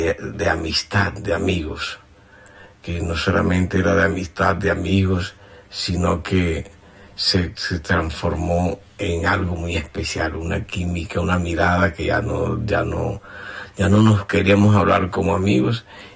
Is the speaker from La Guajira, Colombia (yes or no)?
yes; San Juan del Cesar, La Guajira, Colombia; ella llega a San Juan del César a estudiar en la Escuela Normal de Señoritas, allá en mi tierra